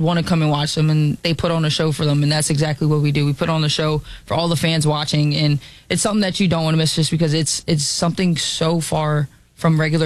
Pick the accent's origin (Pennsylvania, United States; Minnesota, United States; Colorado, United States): Pennsylvania, United States; Philadelphia; I'm from Philly. I can take all the heat.